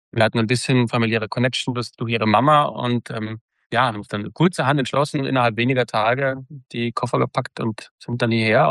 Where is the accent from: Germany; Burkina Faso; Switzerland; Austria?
Austria; wenn man als Österreicher vielleicht in den hohen Norden zieht